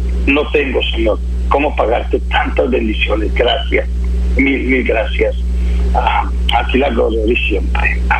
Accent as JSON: {"language": "Spanish", "country": "Mexico", "moved": "yes", "lives_now": "United States", "said": "Yo no soy guatemalteco y hemos ayudado a Guatemala. Soy mexicano y estamos ayudando varias partes en México y bueno, vivo aquí en Estados Unidos"}